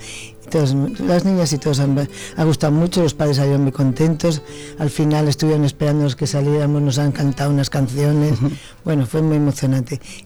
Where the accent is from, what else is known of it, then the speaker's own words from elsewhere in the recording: Zaragoza, Aragon, Spain; moved away as an adult; De Zaragoza. Uh-huh. Allí nació mi niña.